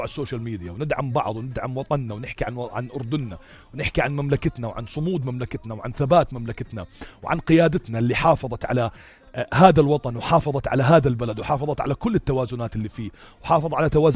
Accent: Jordan; أنا كأردني

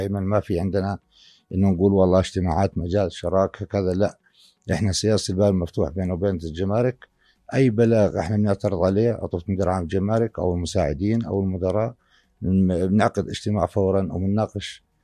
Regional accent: Jordan; احنا عندنا بالأردن

